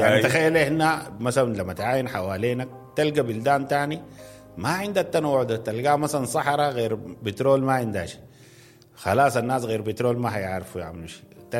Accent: Sudan; ربنا لما خلقنا في السودان

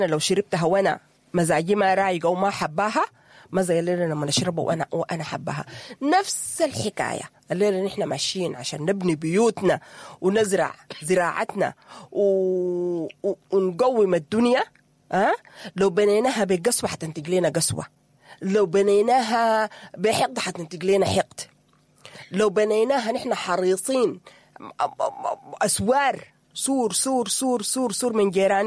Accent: Sudan; ونحن يا أخواننا نحن كسودانيين ولا واصلين القمر نكون واقعين

